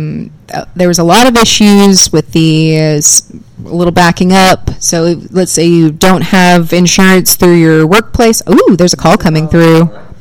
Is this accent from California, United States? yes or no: no; Camden, Arkansas, United States; So, for example, the hospital in my hometown of Camden, Arkansas, just filed for bankruptcy.